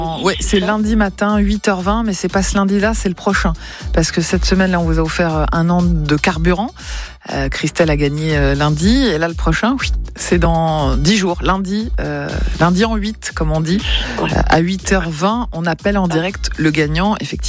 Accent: Paris, Île-de-France, France; quand j'étais enfant, ado, je prenais le métro, je venais de l'autre bout de Paris

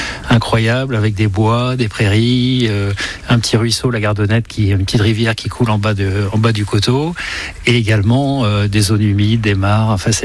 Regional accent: Brest, Brittany, France; moved away as an adult; je suis breton, je suis né à Brest

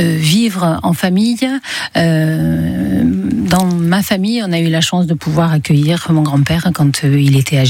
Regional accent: Mazan, Provence-Alpes-Côte d'Azur, France; Oui, on est tous de Mazan. On avait ce terrain-là dont on faisait rien.

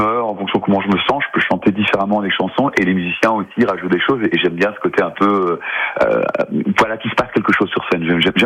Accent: Schaerbeek, Brussels-Capital Region, Belgium; Donc on a ce côté bruxellois. Donc moi je suis né à Schaerbeek, il est né à Schaerbeek aussi.

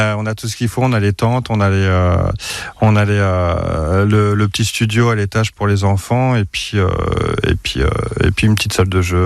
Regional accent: Centre-Val de Loire, France; born or raised there

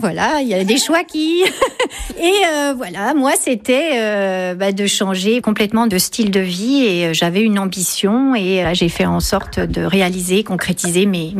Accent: Bourgogne-Franche-Comté, France; born there; now in Trémonzey, France; Alors moi, je suis née en Bourgogne.

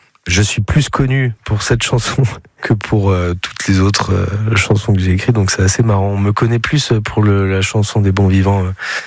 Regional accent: Bergerac, Nouvelle-Aquitaine, France; born there; Je suis né à Bergerac et ce qui est marrant dans ma famille, c'est que il n'y a pas un seul Périgord que je ne connais pas

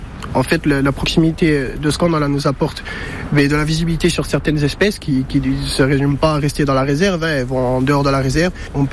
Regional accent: Galeria, Corsica, France; Alors moi je suis originaire de Galeria du côté de ma mère, donc j'ai grandi au village depuis que je suis tout petit, même si mon père à l'origine est originaire de Guagne. J'ai passé toute ma vie ici, ma famille est d'ici, Et j'ai toutes mes attaches ici, travail, amis.

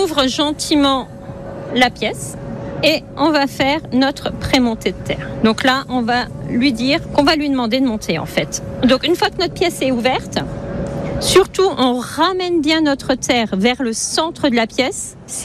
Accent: Grand Est, France; je suis originaire du côté de Saint-Avold

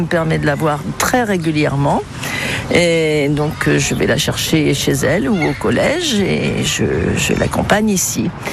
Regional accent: Lyon, Auvergne-Rhône-Alpes, France; donc moi je suis retraitée de l'éducation nationale. Je suis née dans Lyon, j'habite Lyon, j'ai fait mes études dans Lyon, j'ai travaillé dans Lyon. Voilà, donc je suis vraiment purement iconaise.

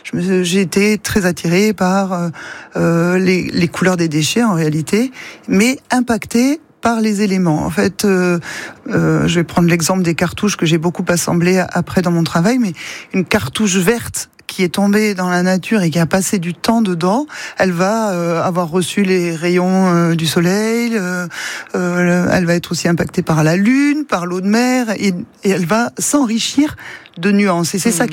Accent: Occitanie, France; moved away as an adult; also born or lived in Paris; now in Baie de Somme, France; Je viens de la région de Carcassonne. Et je suis assez rapidement monté à Paris pour terminer mes études de designer textile. Et je suis resté une vingtaine

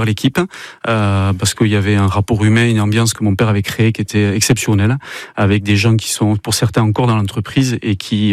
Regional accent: Bidart, Nouvelle-Aquitaine, France; moi, j'ai grandi à Bidart, donc naturellement, il y avait l'océan Atlantique en face.

